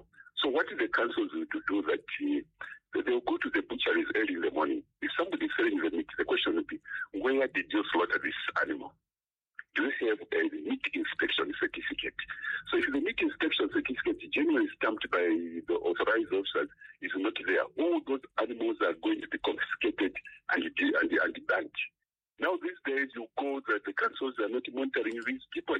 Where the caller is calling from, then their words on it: Ndola, Copperbelt, Zambia; I'm calling from the Copper Belt in Indola